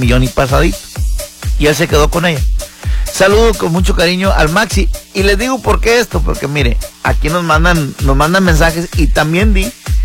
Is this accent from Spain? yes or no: no; Sinaloa, Mexico; moved away; de mi pueblo, ¿no? De allá del Coronel Sinaloa